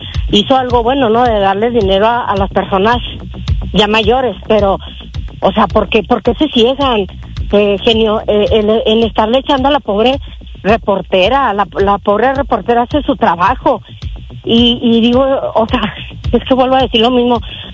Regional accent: Mexico; Soy mexicana, gracias a Dios.

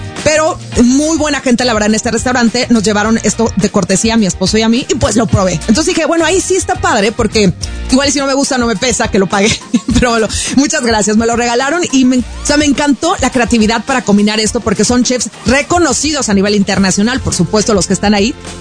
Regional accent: Mazatlán, Sinaloa, Mexico; yo que soy sinaloense, mazatleque

